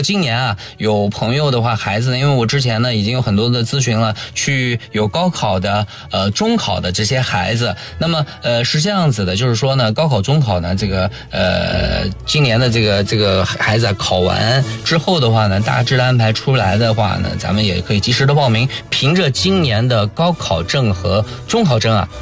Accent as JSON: {"language": "Chinese", "town": "Nanjing", "region": "Jiangsu", "country": "China", "said": "我们南京人，"}